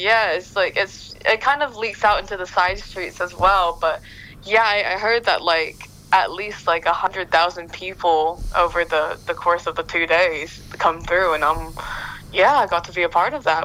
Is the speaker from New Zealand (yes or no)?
yes; New Zealand; I feel like I'm still like a Kiwi well, born and raised.